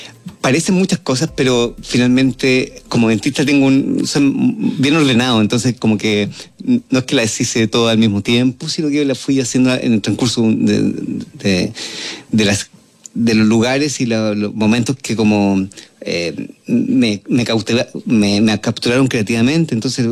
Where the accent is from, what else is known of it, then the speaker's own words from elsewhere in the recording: Chile; crecí en una calle llamada Montana 7388 en Villa El Dorado, una especie de barrio muy similar a los barrios de los 60 y los 70 norteamericanos